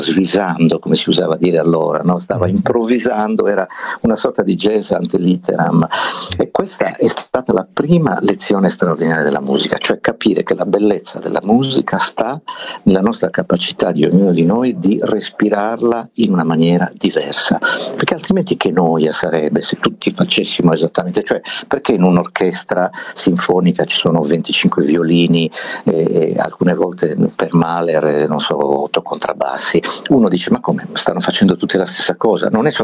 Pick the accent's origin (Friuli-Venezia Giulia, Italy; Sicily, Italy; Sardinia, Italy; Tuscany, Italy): Sardinia, Italy; Berchidda; moved away; la prima volta che sono uscito da Berchida, dal mio paese, per andare al paese vicino, so che fa ridere, ma erano altri tempi. Il paese vicino era Monti, che stava a 15 km da Berchida